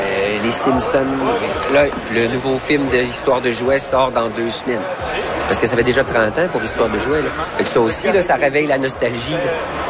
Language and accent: French; Chicoutimi, Quebec, Canada; now in Saint-Raymond, Canada; Moi, j'ai 45 ans. Je suis originaire de Chicoutimi, au Saguenay-Lac-Saint-Jean. Je reste entre Québec et Trois-Rivières, à Saint-Raymond-de-Portneuf.